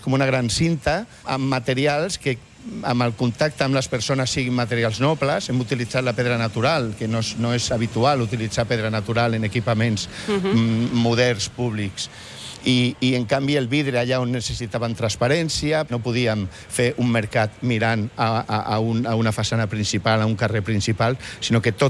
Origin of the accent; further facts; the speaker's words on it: Barcelona, Catalonia, Spain; Jo vaig néixer aquí al barri, aquí al carrer. Jo jugava de petit aquí a Via Favència, quan era només terra i res més.